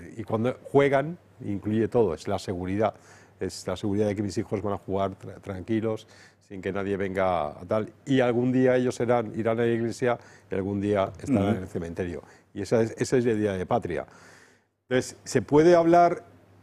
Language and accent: Spanish; Spain; Nosotros somos españoles por herencia.